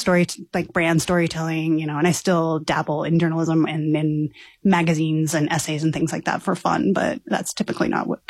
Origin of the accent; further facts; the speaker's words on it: Colorado, United States; I hail from Colorado originally